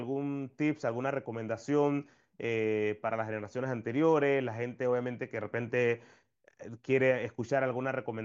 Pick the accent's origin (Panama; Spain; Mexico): Panama; soy periodista, pero soy panameño.